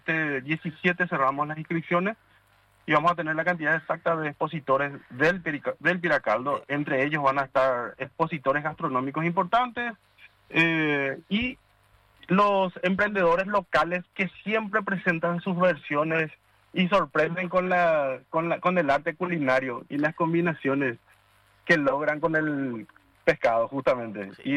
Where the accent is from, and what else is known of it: San Antonio, Central, Paraguay